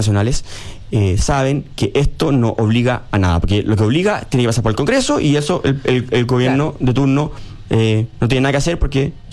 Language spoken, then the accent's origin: Spanish; Chile